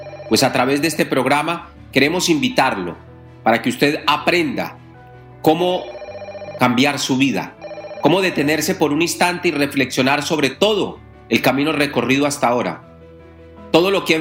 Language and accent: Spanish; Catemaco, Veracruz, Mexico; moved away; Los que conocen mi tierra, los que saben dónde queda Catemaco